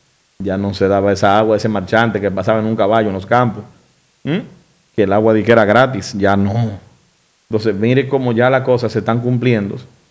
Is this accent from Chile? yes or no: no; Dominican Republic